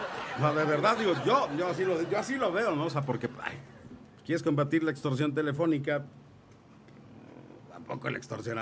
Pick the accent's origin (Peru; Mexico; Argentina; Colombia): Mexico; Como somos los mexicanos.